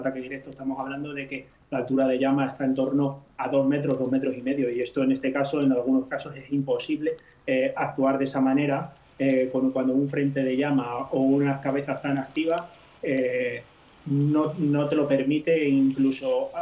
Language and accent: Spanish; Ávila, Castile and León, Spain; soy de Ávila.